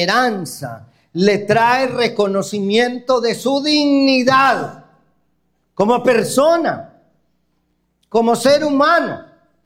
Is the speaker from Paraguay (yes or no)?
no; Colombia